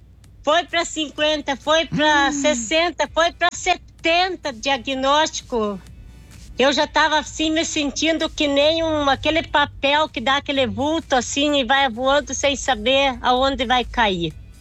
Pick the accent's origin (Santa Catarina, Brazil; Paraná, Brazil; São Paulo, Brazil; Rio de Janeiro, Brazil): Santa Catarina, Brazil; Itaiópolis; eu sou aqui de Itaiópolis, né? Nasci e me criei aqui, moro aqui em Itaiópolis